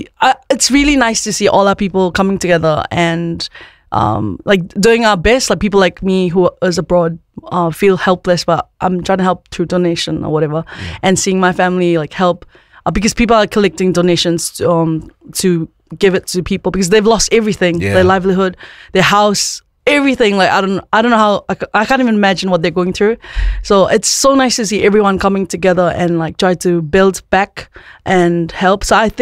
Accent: Kathmandu, Bagmati, Nepal; moved away; I'm from Kathmandu

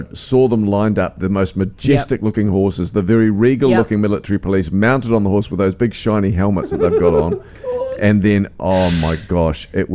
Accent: New Zealand; from New Zealand, ….

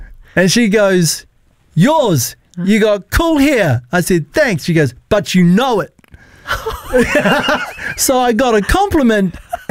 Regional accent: Auckland, New Zealand; I'm a city boy. I grew up in South Auckland. And as a young boy, I also went to Auckland Grammar School

